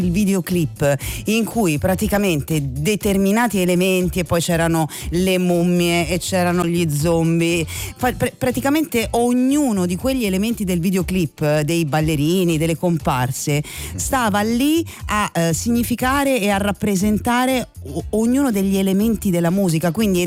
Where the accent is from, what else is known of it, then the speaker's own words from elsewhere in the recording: Rome, Lazio, Italy; Sono di Roma Est in realtà.